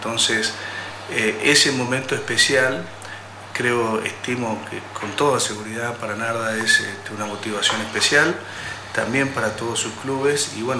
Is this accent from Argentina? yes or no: yes; Argentina; born there; moved away; yo soy argentino, nacido en Argentina, he vivido 24 años acá, así que tengo mi corazón dividido, digamos, por el país donde nací, el país que me acogió con tanto cariño.